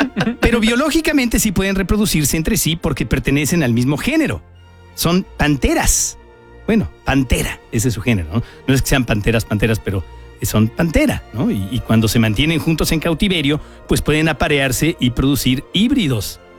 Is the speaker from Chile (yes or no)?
no; Tijuana, Baja California, Mexico; now in Mexico City, Mexico; porque crecí en Tijuana.